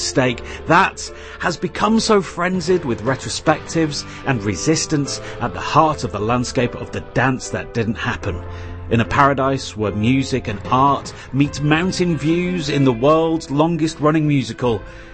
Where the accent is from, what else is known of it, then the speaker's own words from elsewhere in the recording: United Kingdom; now in Jersey City, United States; Hi. I'm filling in for Clay Pigeon, and yeah, I'm British, but I live in Jersey City, so I'm almost American, baby.